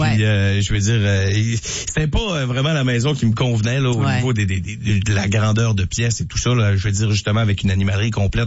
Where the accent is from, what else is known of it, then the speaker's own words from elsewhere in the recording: Chicoutimi, Quebec, Canada; also born or lived in Kenogami; Fait que je suis parti de chez nous à Chicoutimi pour aller à Kenogami.